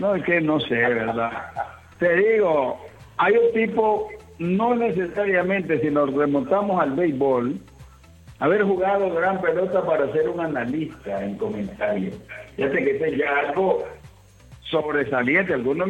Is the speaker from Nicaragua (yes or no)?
yes; San Carlos, Río San Juan, Nicaragua; now in Managua, Nicaragua; el sector del almendro, allá de cerca de San Carlos, mi tierra.